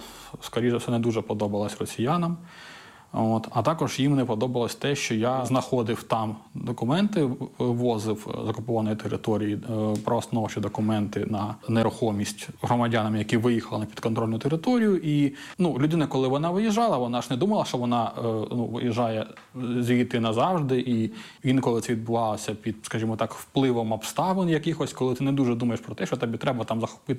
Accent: Donetsk Oblast, Ukraine; moved away; я сам з Донецької області.

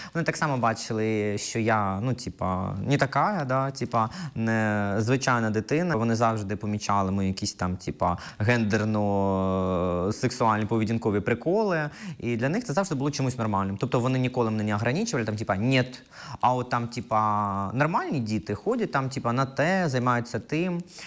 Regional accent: Kropyvnytskyi, Kirovohrad Oblast, Ukraine; Ні, я з Кропивницького.

